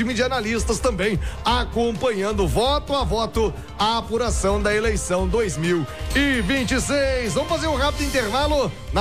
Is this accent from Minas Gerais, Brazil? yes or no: yes; Minas Gerais, Brazil